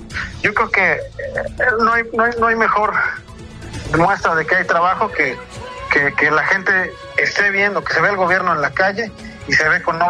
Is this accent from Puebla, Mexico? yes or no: no; San Martín Cuautlalpan, State of Mexico, Mexico; yo soy de aquí de San Martín, Cuautlalpan